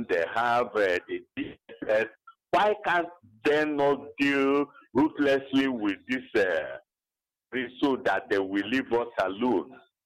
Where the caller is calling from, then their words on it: Enugu, Enugu State, Nigeria; I'm calling from Abanik Enugu.